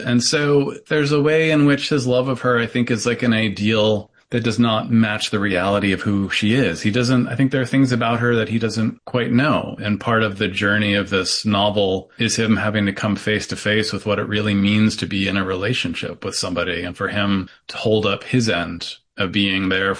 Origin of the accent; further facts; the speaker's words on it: Rust Belt, United States; now in Knoxville, United States; I grew up in the Rust Belt. I lived up through graduate school in the Rust Belt.